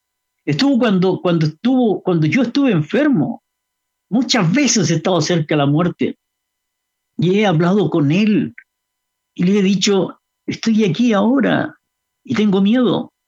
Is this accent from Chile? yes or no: yes; Chile; yo pertenezco como chileno, como sudamericano, como latinoamericano.